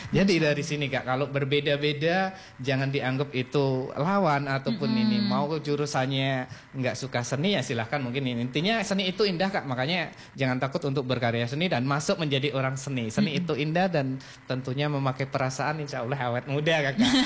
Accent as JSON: {"language": "Indonesian", "town": "Yogyakarta", "region": "Special Region of Yogyakarta", "country": "Indonesia", "tie": "born or raised there", "moved": "yes", "lives_now": "Pemali, Indonesia", "said": "saya sendiri ya asli dari Pulau Jawa sana, tepatnya ada di lingkungan Jogja sana"}